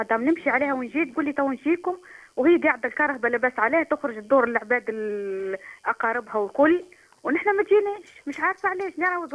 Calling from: Sidi Bouzid, Tunisia; من سيدي بوزيد.

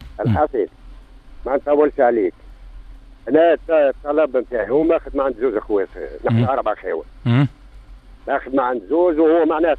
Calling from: Jerissa, Kef Governorate, Tunisia

